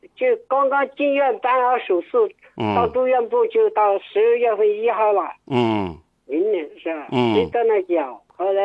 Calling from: Fengcheng, Jiangxi, China

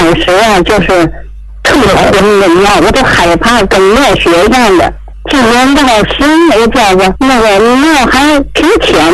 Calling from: Tianjin, China; 我是天津的。

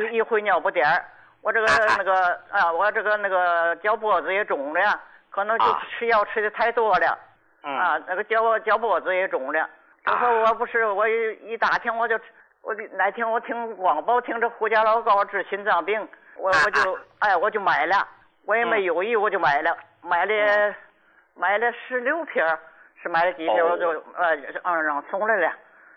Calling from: Qinhuangdao, Hebei, China; 我是秦皇岛的。

